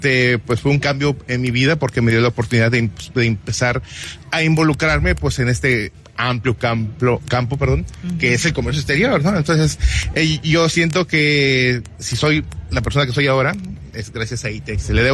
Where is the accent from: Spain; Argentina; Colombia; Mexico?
Mexico; Pero siempre somos mexicanos, somos así